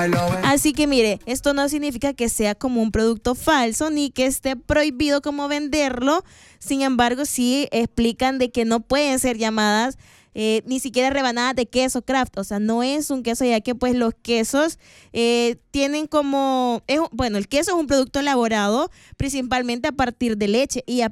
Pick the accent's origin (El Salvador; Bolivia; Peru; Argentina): El Salvador; nosotros comúnmente como salvadoreños